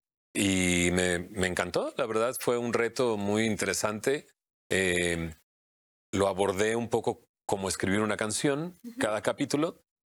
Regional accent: Monterrey, Nuevo León, Mexico; Dos chicos de Monterrey, de donde yo soy

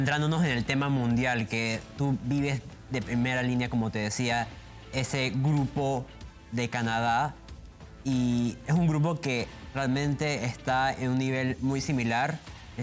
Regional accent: Panama; Como panameño, te tengo que preguntar

